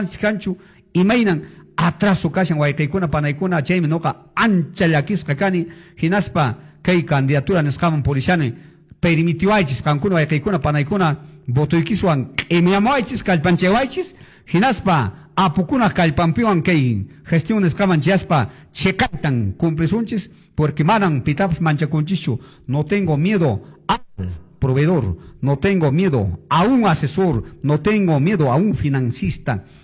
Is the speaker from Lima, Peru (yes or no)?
no; Chumbivilcas, Cusco, Peru; mi pueblo, mi Chumivilcas